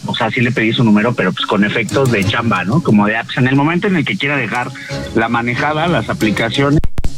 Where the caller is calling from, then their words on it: Apatlaco, Mexico City, Mexico; Apatlaco, capital del mundo, …, ya sabes.